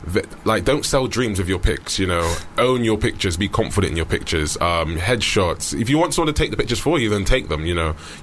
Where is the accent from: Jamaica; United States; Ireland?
Jamaica; I'm Jamaican